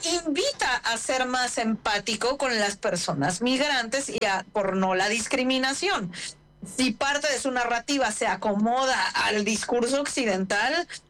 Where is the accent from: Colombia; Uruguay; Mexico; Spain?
Mexico; Mexico City; Yo que crecí en Ciudad de México